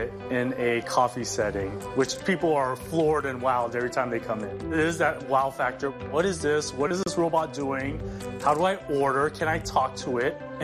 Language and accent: English; San Francisco, California, United States; I am born and raised in San Francisco.